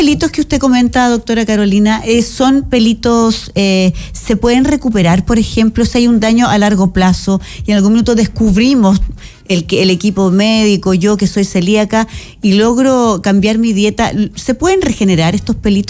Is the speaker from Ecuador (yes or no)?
no; Chile; como decimos, chileno profundo